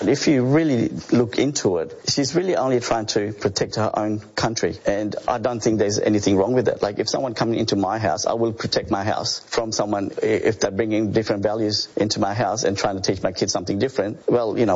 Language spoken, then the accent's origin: English; Fiji; now in Australia; And we came from Fiji as well, and we came to this blessed country that we call home now. I call myself Australian.